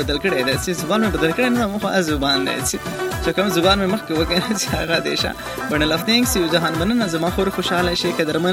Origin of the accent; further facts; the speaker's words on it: Pakistan; نه نه نه زه د پاکستان یم